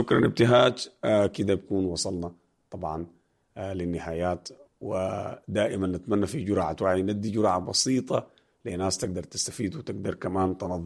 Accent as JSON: {"language": "Arabic", "country": "Sudan", "said": "بنحب إنه كل الناس تكون قاعدة في بلدنا السودان."}